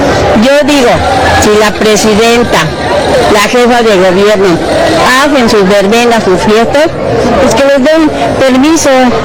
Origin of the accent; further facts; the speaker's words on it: Mexico; Pues mire, como mexicana se siente una emoción tan grande